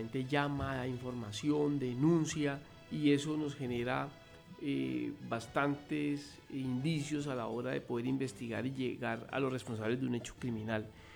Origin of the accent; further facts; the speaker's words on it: Tocaima, Cundinamarca, Colombia; moved away as an adult; now in Bucaramanga metropolitan area, Santander, Colombia; Yo soy oriundo de Cundinamarca, Tocaima, pero yo siempre digo que uno no es de donde nace, uno es de donde pelea y de donde trabaja, y pues en este momento pues soy aquí santandereano porque llegué fue a trabajar por Santander